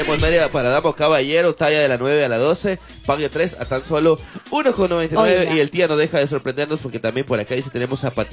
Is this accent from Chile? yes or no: no; Quito, Pichincha, Ecuador; moved away